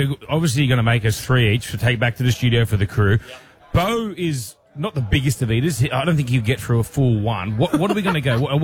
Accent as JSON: {"language": "English", "town": "Sydney", "region": "New South Wales", "country": "Australia", "tie": "born or raised there", "said": "I grew up in Leichhardt."}